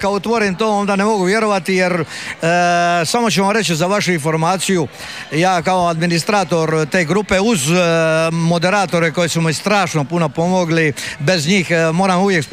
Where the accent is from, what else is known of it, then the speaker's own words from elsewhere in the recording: Betina, Šibenik-Knin County, Croatia; born there; also born or lived in Korčula; ja sam se rodio praktički na škveru pokojnog Urede Branimira, jednog od najvećega, najviše poznatih brodoraditelja u Betini